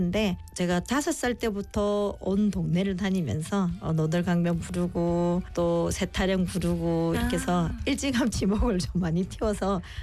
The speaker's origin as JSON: {"language": "Korean", "region": "South Gyeongsang", "country": "South Korea", "tie": "born or raised there", "said": "제가 고향이 경남 사람인데 왜 경기 미녀를 하느냐"}